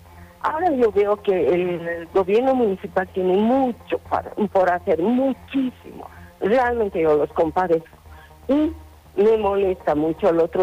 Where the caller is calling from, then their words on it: La Paz, Bolivia; de Zapocal.